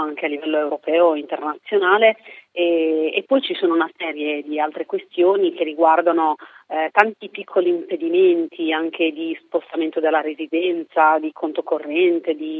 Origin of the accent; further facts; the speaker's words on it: Reggio Emilia, Emilia-Romagna, Italy; io sono di Reggio Emilia, mi sono affacciata all'università dovendomi spostare, facendo la pendolare a Bologna